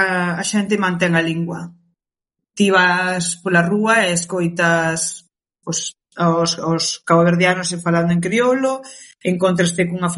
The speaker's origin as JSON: {"language": "Galician", "town": "Burela", "region": "Galicia", "country": "Spain", "tie": "born or raised there", "first_language": "Cape Verdean Creole", "second_language": "Galician", "said": "eu medrei coas dúas culturas, tanto a caboverdiana como a galega, porque eu, na miña casa, meus pais, todo me ensinaron en crioulo, que é o idioma que se fala en Cabo Verde. E claro, de portas para fora, a educación na escola, Burela sempre foi unha vila galego falante"}